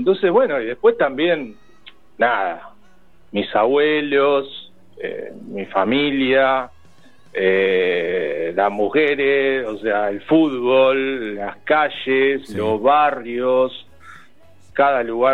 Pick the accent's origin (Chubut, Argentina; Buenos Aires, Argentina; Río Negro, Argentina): Buenos Aires, Argentina; yo soy porteño, pero voy a Córdoba y entiendo al cordobés y el cordobés me entiende.